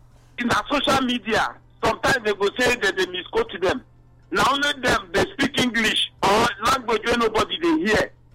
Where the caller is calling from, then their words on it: Igrita, Rivers, Nigeria; Good morning, Kate Ogan. I'm asking from Igrita.